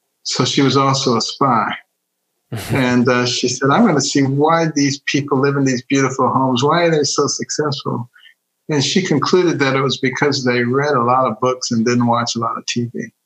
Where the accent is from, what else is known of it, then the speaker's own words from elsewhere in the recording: Detroit, Michigan, United States; also born or lived in Boston; I grew up in Detroit. You know, my parents were divorced early on.